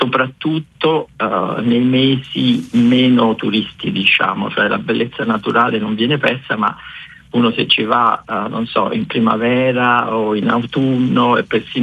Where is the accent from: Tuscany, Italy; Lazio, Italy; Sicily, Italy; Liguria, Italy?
Lazio, Italy; Rome; Io sono diciamo vissuto sempre a Roma, però da tanti anni vado al Golfo Aranci d'estate